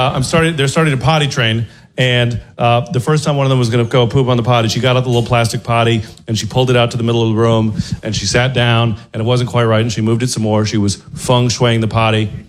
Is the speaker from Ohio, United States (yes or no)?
no; San Francisco, California, United States; People, I'm from San Francisco.